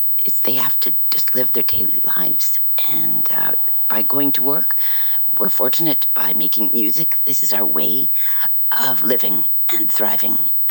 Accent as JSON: {"language": "English", "country": "Canada", "tie": "born or raised there"}